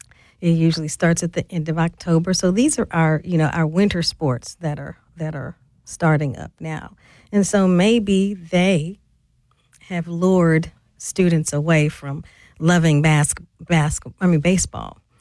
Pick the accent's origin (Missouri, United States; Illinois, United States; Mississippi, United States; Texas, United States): Missouri, United States; St. Louis; I grew up in St. Louis.